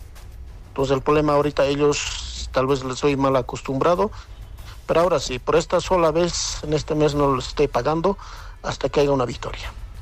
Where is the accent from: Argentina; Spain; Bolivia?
Bolivia; Potosí; mi tierra potosina